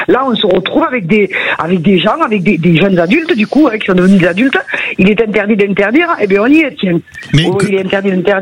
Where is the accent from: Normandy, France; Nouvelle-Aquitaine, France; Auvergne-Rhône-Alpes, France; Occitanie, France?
Occitanie, France; Alors moi je viens du Gers, hein, on est encore un peu préservé, privilégié. Je me sens privilégié de vivre dans le Gers, vraiment.